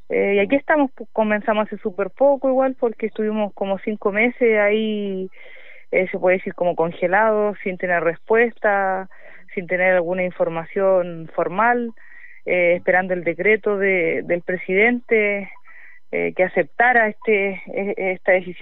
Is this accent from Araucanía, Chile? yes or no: yes; Galvarino, Araucanía, Chile; de acá de Galvarino, de acá yo soy nacida y criada.